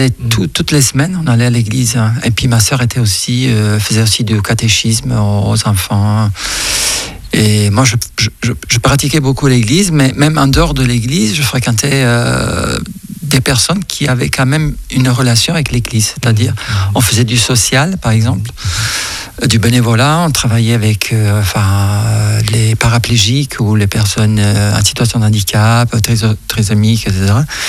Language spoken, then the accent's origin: French; Sicily, Italy; Oui, c'est la Sicile. Je viens de Sicile.